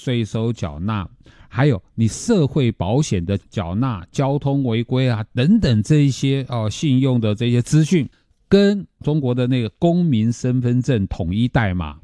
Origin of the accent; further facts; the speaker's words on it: Taiwan; 这个也造成我们台湾人很多的困扰